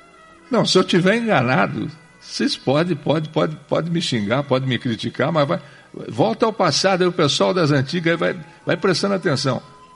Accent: Santo Antônio da Platina, Paraná, Brazil; born there; Morei na fazenda do Valmor, lá na região ali de Santo Antônio da Platina. Morei lá na fazenda do Valmor, lá.

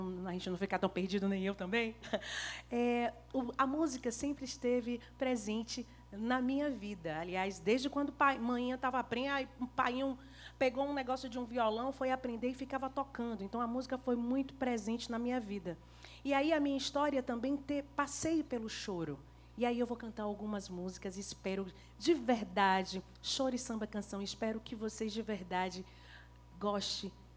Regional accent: Feira de Santana, Bahia, Brazil; sou de Feira de Santana

